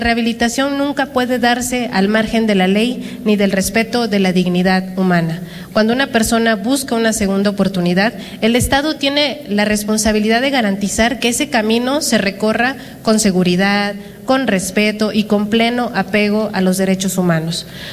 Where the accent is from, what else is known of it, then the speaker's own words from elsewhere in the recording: Minatitlán, Mexico; en mi tierra, en Minatitlán